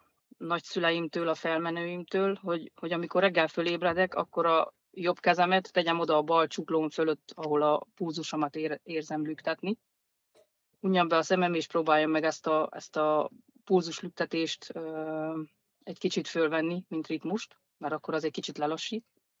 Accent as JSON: {"language": "Hungarian", "country": "Hungary", "said": "Magyarok vagyunk"}